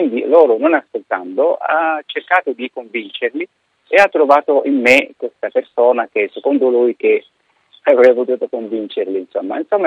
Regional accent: Egypt; Italian is a second language; moved away as an adult; now in Rome, Italy; sono egiziano di origine, quindi sono nato, cresciuto, studiato in Egitto, poi sono venuto in Italia nel 2001

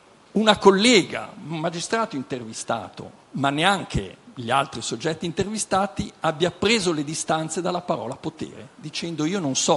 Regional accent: Genoa, Liguria, Italy; come diciamo a Genova

